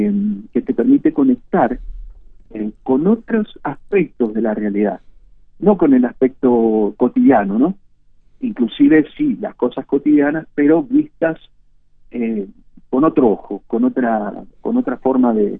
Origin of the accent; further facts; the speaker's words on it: Dolores, Buenos Aires Province, Argentina; Y yo pensaba, pero claro, si yo me crié en Dolores.